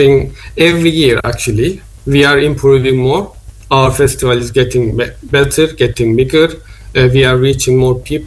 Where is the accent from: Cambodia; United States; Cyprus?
Cyprus; now in London, United Kingdom; I'm actually from Cyprus. I was born and grew up in Cyprus, and then I moved to London. And I am living in South London.